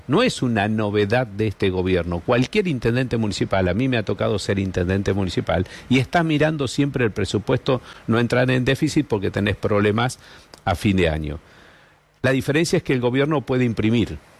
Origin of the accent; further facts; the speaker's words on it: Argentina; Esto nos hace mucho mal como argentinos